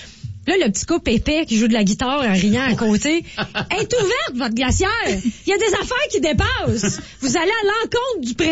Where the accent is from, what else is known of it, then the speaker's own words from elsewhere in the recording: Montreal, Quebec, Canada; c'est que souvent, quand je dis que je viens de Montréal, les gens me disent qu'ils détestent Montréal.